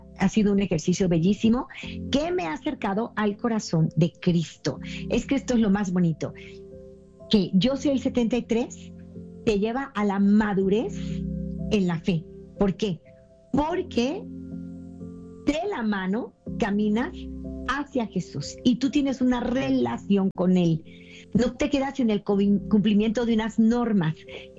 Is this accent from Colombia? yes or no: no; Mexico; Si vives en México, hay un número directo en mi país